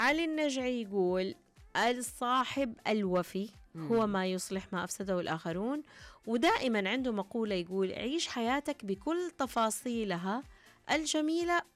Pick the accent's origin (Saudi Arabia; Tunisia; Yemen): Saudi Arabia